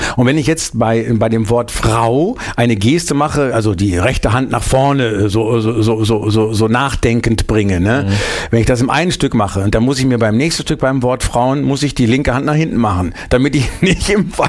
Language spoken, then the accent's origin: German; Bielefeld, North Rhine-Westphalia, Germany; und dann haben wir eine freie Gruppe gegründet in Bielefeld damals noch, meine Heimatstadt, Ende der 70er.